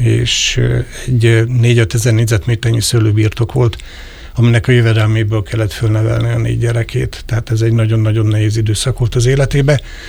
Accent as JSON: {"language": "Hungarian", "region": "Budapest", "country": "Hungary", "tie": "born there", "said": "Amúgy én budapesti születésű vagyok, tehát közgazdász végzettségű."}